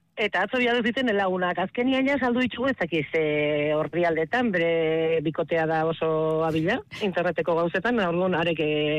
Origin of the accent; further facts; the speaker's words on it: Tolosa, Basque Country, Spain; Nire Tolosarra naiz, eta bai, kuadrilla eguna izango nuke, hogeian